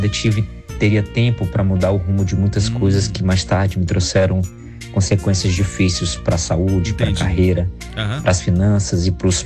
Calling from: Santo Antônio dos Lopes, Maranhão, Brazil; eu falo aqui de Santo Antônio dos Lopes, no Maranhão.

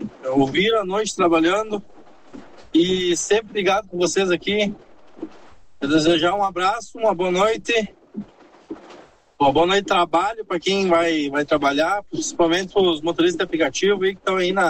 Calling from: Passo Fundo, Rio Grande do Sul, Brazil; sou aqui de Passo Fundo, Rio Grande do Sul

